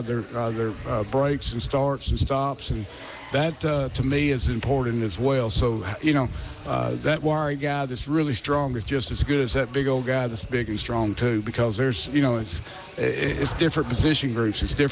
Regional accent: Pine Bluff, Arkansas, United States; I played at UAM. I'm from Pine Bluff, Arkansas

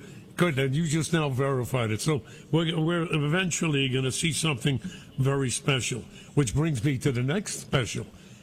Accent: Brooklyn, New York, United States; I was brought up in Brooklyn, you were brought up in the Bronx, but you were always like neighborhood to me.

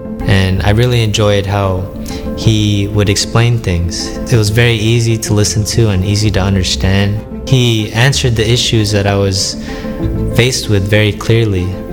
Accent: Palm Springs, California, United States; also born or lived in Maryland; I was born in Maryland, but then I moved to Palm Springs when I was about 1 year old.

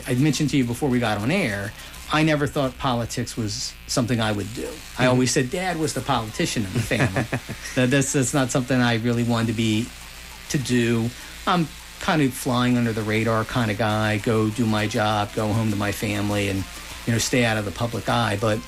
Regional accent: Hopewell Township, New Jersey, United States; so I grew up in Hopewell, as you mentioned. I went to Hopewell Township, elementary school, graduated Cumberland Regional, went to Rowan

